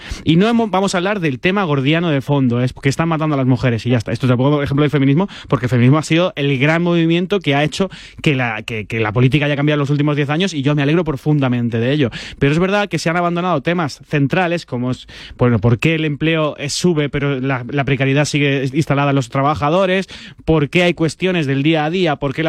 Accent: Granada, Andalusia, Spain; now in Madrid, Spain; Yo que vengo de Granada lo sé, lo que yo vivo aquí en Madrid

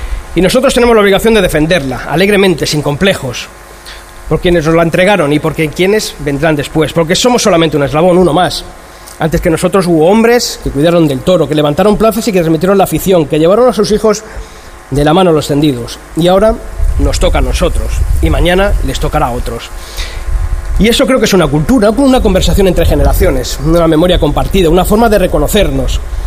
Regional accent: Madrid, Community of Madrid, Spain; born there; Yo nací en Madrid. Mis raíces familiares se hunden en Castilla, el lugar de la tierra y de los cielos más absolutos, más concretamente en tierras de Ávila. Y hoy estoy aquí, en Huelva

